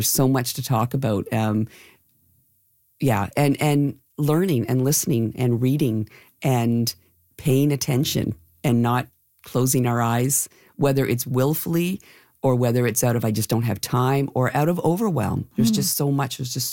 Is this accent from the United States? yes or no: no; Canada